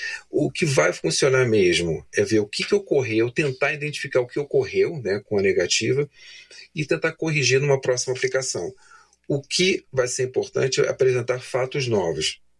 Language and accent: Portuguese; Brazil; Então, falando do Brasil, porque caso nós somos brasileiros, mas de qualquer parte do mundo, né?